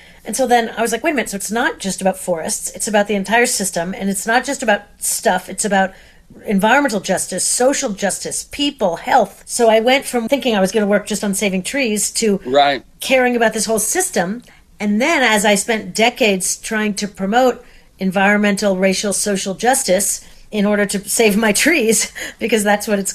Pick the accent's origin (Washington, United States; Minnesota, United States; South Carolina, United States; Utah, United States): Washington, United States; Seattle; And I grew up in Seattle, where one of the first cities to have curbside recycling